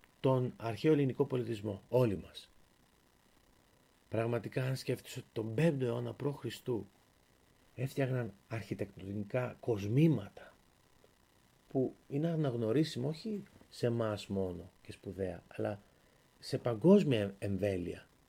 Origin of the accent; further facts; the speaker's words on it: Greece; είμαστε πραγματικά υπερήφανοι που είμαστε Έλληνες